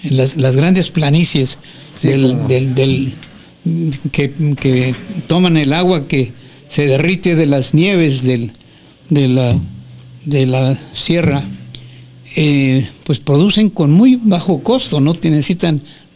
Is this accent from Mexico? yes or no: yes; Mexico